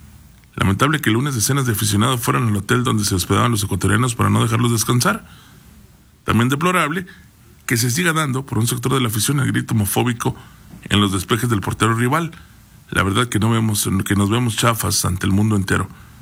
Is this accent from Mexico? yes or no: yes; Mexico